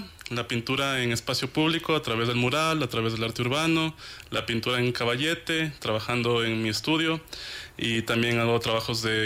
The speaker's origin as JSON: {"language": "Spanish", "town": "Quito", "region": "Pichincha", "country": "Ecuador", "tie": "born or raised there", "also_born_or_lived": "Loja, Ecuador", "said": "nací yo en la ciudad de Loja, crecí acá en Quito y pues estamos rodeados de montañas todo el tiempo"}